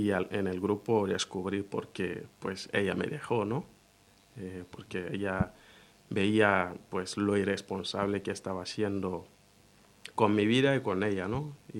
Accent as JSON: {"language": "Spanish", "country": "Guinea", "said": "O sea, yo en mi país consumí alcohol y la marihuana."}